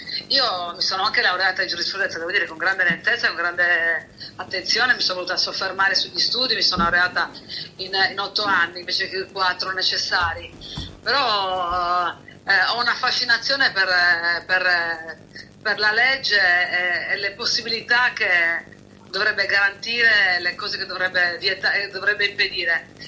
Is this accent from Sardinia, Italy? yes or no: yes; Macomer, Sardinia, Italy; accent: Macomer; ho dovuto fare il grande sforzo di parlare con l'accento di Alghero, non di Macomè